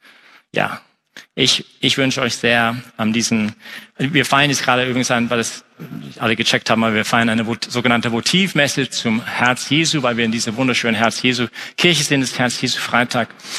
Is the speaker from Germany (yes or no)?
no; Canada; moved away; ich als Kanadier